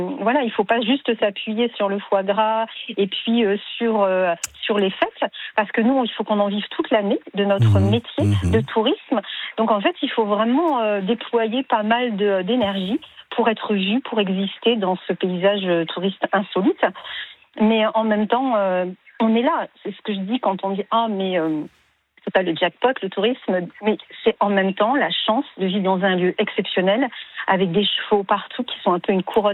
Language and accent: French; Grand Est, France; now in Gers, France; Moi, je suis originaire d'Alsace